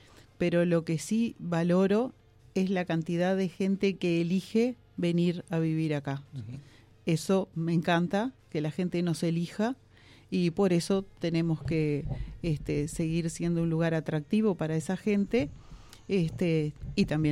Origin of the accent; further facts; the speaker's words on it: La Paloma, Rocha, Uruguay; amo La Paloma, soy de La Paloma, nacida acá, he vivido mi vida acá.